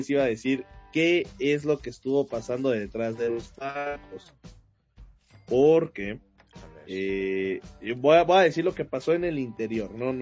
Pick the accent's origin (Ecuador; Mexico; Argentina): Mexico